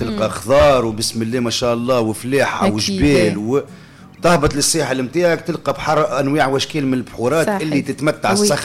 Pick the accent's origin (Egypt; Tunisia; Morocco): Tunisia; انا من الشمال